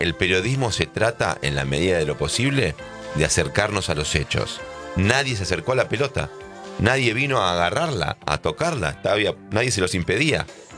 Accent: Buenos Aires, Argentina; yo no puede ser que sea un argentino bastante tanguero como porteño, que me gusta el tango y no haya jugado a la quiniela.

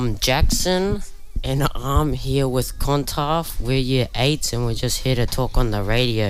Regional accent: Darwin, Northern Territory, Australia; born there; moved away; Yeah, I was born in Darwin Public Hospital, but we moved here about 4.5 years ago.

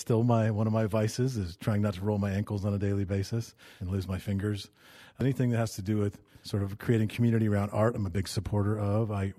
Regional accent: Lake Tahoe, United States; growing up in Lake Tahoe, obviously running around in nature is a number one thing you do there. The National Forest is at our back door

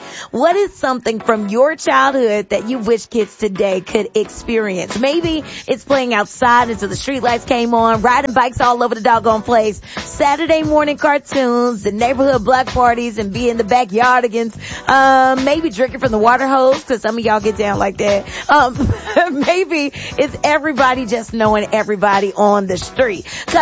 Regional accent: Jacksonville, Arkansas, United States; a full day of family, fun, and community in my hometown of Jacksonville, all right?

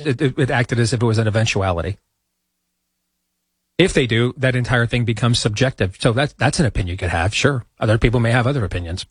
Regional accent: Iowa, United States; like what I've witnessed in this primary cycle here in my home state of Iowa.

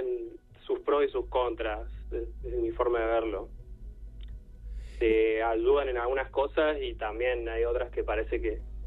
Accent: Córdoba, Argentina; Yo amo Córdoba, amo mi provincia.

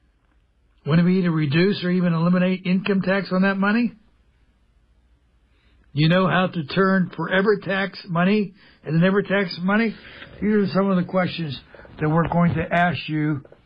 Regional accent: Pennsylvania, United States; when I was growing up in Mercer County, we had a lot more than 108,000 people, 120,000, 130,000 people. We had a lot of mills and so forth.

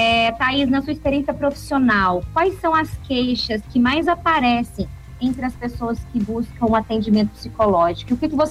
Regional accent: Brazil; Existe algum outro tipo de situação mental que também tem colocado nós enquanto brasileiros, vamos colocar desse recorte também, em situação de preocupação

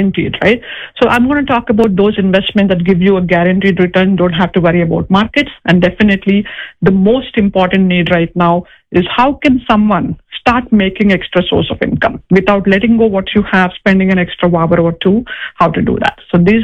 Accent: East Coast, United States; So I know, since I'm from the East Coast, I decided to come ahead of the time before the seminar

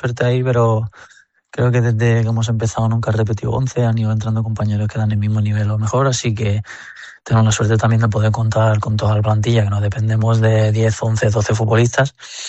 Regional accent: England, United Kingdom; now in Spain; tengo que mantener como esas raíces, ¿no? De seguir apoyando a mi Inglaterra, pero me siento, vamos, prácticamente español.

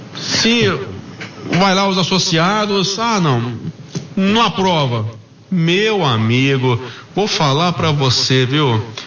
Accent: Brazil; eu, como brasileiro

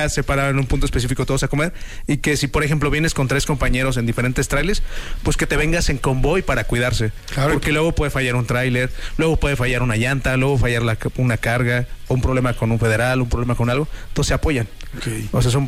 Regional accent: Villa de Reyes, San Luis Potosí, Mexico; Saludos a toda la banda de Villa de Reyes, que yo soy de Villa de Reyes.

